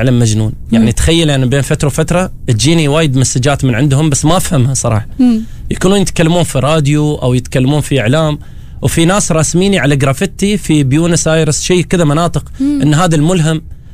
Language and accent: Arabic; Oman; now in Qatar; إحنا كطبعنا كعمانيين وأنا عشت في قطر،